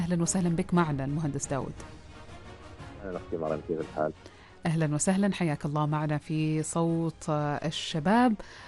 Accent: Oman; عندنا في سلطنة عمان

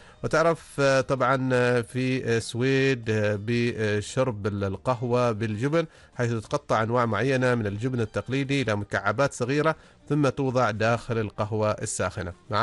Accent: Oman; عندنا في عمان والخليج

